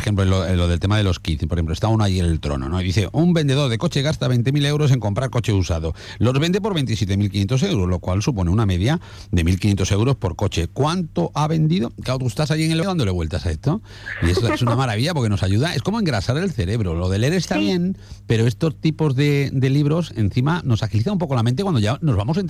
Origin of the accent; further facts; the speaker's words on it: Extremadura, Spain; nosotros estamos aquí en Extremadura